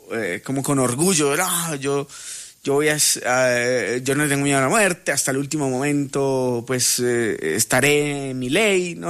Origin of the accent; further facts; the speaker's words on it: Toro, Valle del Cauca, Colombia; born there; Y nací en Toro, ¿vos qué crees?